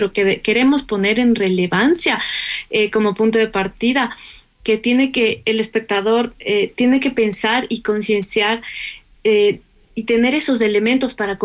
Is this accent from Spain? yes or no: no; Ecuador; nosotros como ecuatorianos